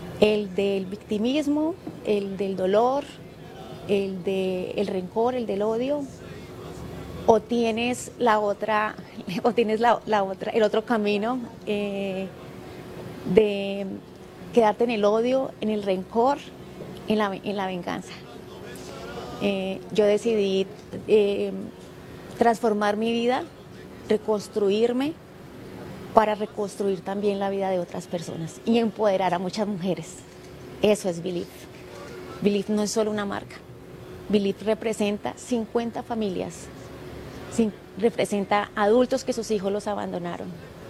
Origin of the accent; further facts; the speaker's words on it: Colombia; para mostrar la verdadera cara de lo que somos de quiénes somos los colombianos.